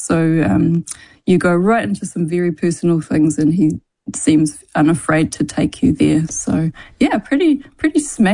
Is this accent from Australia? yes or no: no; New Zealand; as Pākehā New Zealanders